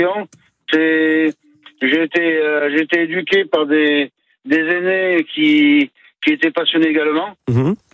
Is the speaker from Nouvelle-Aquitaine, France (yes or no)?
yes; Cap-Ferret, Nouvelle-Aquitaine, France; also born or lived in Entre-deux-Mers; now in Verteuil, France; je suis natif du Cap-Ferret, j'étais dans l'Entre-deux-Mers, je suis dans le Médoc actuellement.